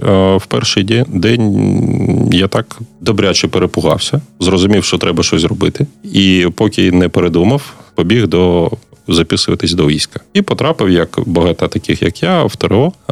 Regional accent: Konotop, Sumy Oblast, Ukraine; now in Kyiv, Ukraine; Я взагалі-то з Конотопу, Сумська область.

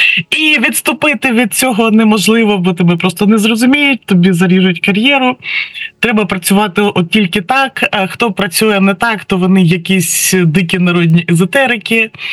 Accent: Cherkasy, Cherkasy Oblast, Ukraine; я сама з Черкас родом

